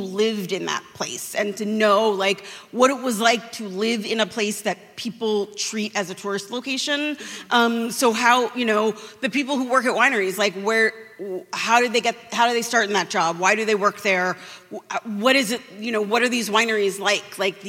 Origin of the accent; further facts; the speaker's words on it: California, United States; But also I grew up in California